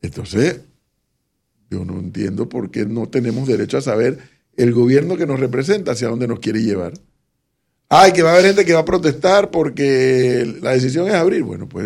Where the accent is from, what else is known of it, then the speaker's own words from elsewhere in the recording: Panama; como panameño, me gustaría saber cuál es la hoja de ruta del gobierno que me representa